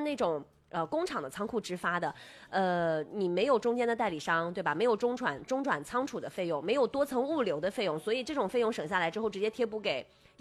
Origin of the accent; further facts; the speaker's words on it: China; 那我们中国人听得懂是？